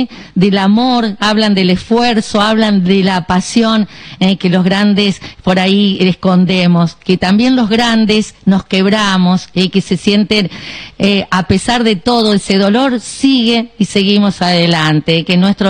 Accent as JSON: {"language": "Spanish", "country": "Argentina", "said": "estamos eternamente agradecidos como argentinos"}